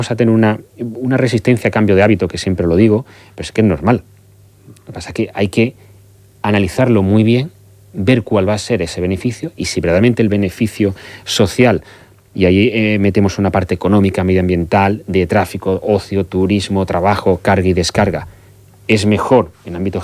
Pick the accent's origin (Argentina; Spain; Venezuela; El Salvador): Spain; Málaga, Andalusia; moved away; Voy a poner un ejemplo de Málaga, voy a tirar por mi tierra si me lo permites